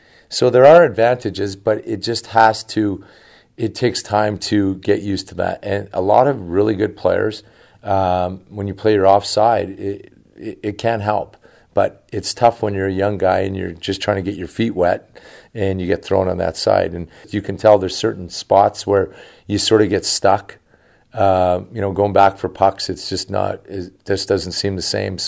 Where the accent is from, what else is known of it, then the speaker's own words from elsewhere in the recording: Western Canada, Canada; also born or lived in Boston; now in Northern California, United States; we grew up in Western Canada